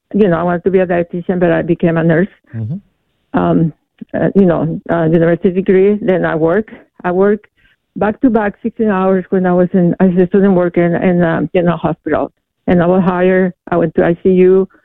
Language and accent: English; El Salvador; English is a second language; also born or lived in Texas / California; now in United States; I'm an immigrant. I'm from Salvador. When I came to America, you know, my cousin asked me to come and help me, and when I came, he didn't want to help. So I need to work. I had to survive. I had to learn the language. I was in Texas, then I came to California.